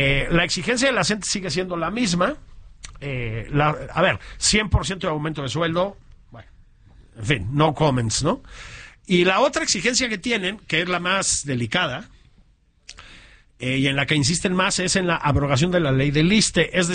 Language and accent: Spanish; Mexico; Somos mexicanos y te lo podemos decir.